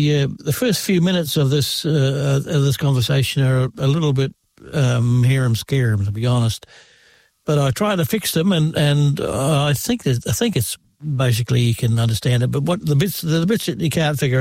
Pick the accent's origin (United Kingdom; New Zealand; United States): New Zealand; now in Australia; I'm not an Australian. I'm from New Zealand, and my kids think I should become an Australian citizen, but I'm reluctant.